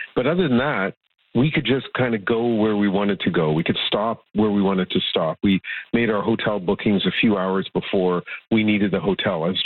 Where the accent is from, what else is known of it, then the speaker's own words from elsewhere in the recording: British Columbia, Canada; even as a British Columbian